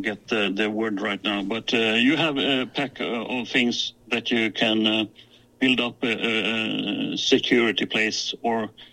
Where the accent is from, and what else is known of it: Gotland, Sweden; English is a second language